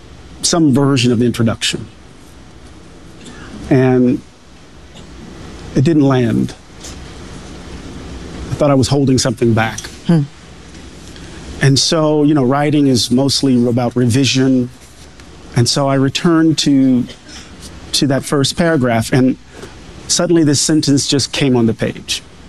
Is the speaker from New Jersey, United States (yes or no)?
no; Mississippi, United States; Maybe it's because I'm from Mississippi.